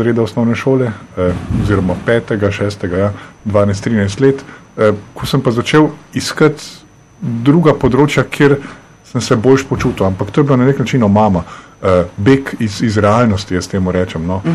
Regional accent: Škofja Loka, Upper Carniola, Slovenia; Izhajam iz Škofje Loke, iz ene, jaz vedno pravim, poprečne slovenske družine, imam brata, ki je 5 let starejši od mene.

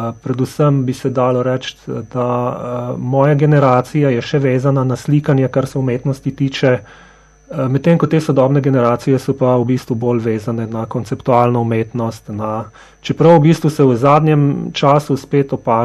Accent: Novo Mesto, Southeast Slovenia, Slovenia; also born or lived in Suha Krajina / Ljubljana; Moji najbolj intimni spomini na otroštvo se vežejo v bistvu res na Novo mesto, v bistvu vežejo pa se tudi na podeželje, v bistvu, kjer sem pač pomagal stari mami na kmetiji v Suhi krajini.

